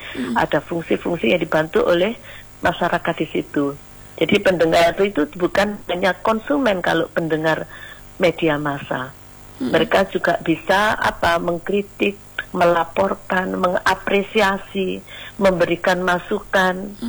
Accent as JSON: {"language": "Indonesian", "town": "Malang", "region": "East Java", "country": "Indonesia", "said": "Nah itu kan akhirnya saya dari Malang akan belajar standar lokal dari Pasuruan, dari Jember, dari Mojokerto, dari Madura yang masuk dalam jaringan itu."}